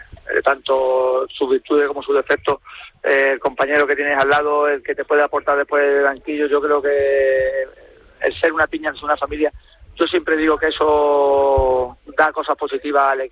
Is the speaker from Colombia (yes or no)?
no; Málaga, Andalusia, Spain; lo que me ha dado el Málaga y el Depor por los años que estuve allí, que fue la primera vez que yo salí de Málaga, y estoy súper contento.